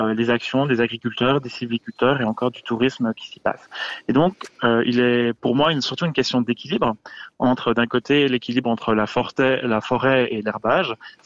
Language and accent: French; La Chaux-de-Fonds, Neuchâtel, Switzerland; Alors, je viens de la Chaux-de-Fonds, mais le pâturage boisé jurassien de manière générale, j'ai pas mal parcouru et j'aime beaucoup passer du temps dans les Franches Montagnes.